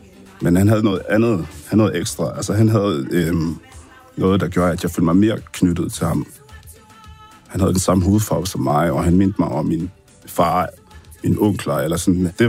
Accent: Zambia; tilbage i min barndom, da jeg boede i Zambia. Ja, mine forældre er flygtninge fra Kongo til Zambia, og jeg er født i Zambia.

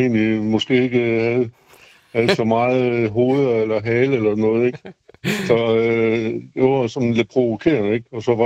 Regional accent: Aarhus, Central Denmark Region, Denmark

